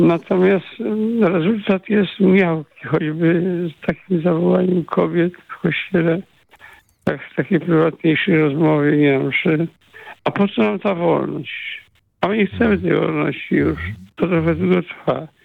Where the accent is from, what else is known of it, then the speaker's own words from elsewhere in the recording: Słupsk, Pomeranian Voivodeship, Poland; bo trochę będę się ocierał o moją małą ojczyznę, o Słupską, o dzielnicę.